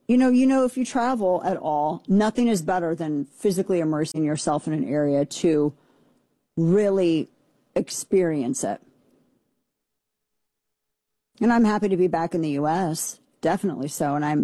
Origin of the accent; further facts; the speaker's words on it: United States; as an American